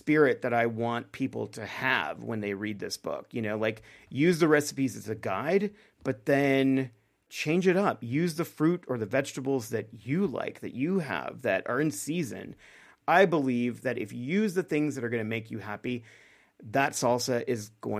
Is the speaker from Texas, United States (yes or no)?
yes; Texas, United States; born or raised there